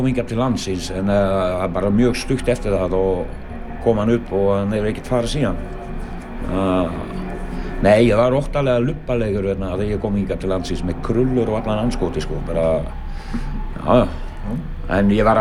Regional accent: Belgium; Jeg er opprunnelig fra Belgien.

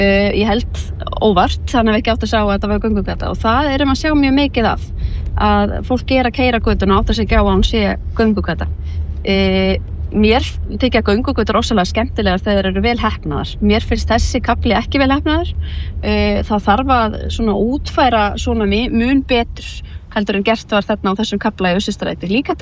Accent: Reykjavík, Capital Region, Iceland; þar sem við Reykvíkingar getum fengið að njóta veðurblíðunar þegar hún lætur sjá sig

